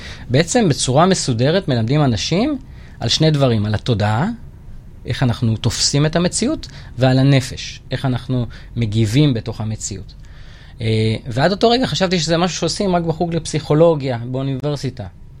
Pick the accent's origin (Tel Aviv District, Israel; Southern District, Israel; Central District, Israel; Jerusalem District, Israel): Tel Aviv District, Israel; Tel Aviv-Yafo; הרקע שלי הוא רקע שלא פשוט, גדלתי כבן בכור במשפחה קשת יום ביפו ג', שכונת מצוקה עם הרבה קשיים